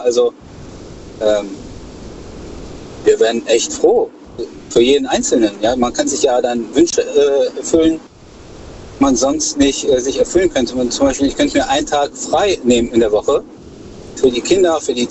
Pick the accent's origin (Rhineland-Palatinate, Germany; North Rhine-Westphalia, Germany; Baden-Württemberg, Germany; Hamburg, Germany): North Rhine-Westphalia, Germany; Düsseldorf; Nee, ich komme aus Düsseldorf.